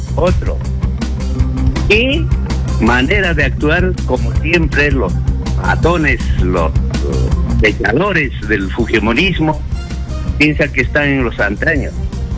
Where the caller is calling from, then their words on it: Ayacucho, Peru; de Ayacucho.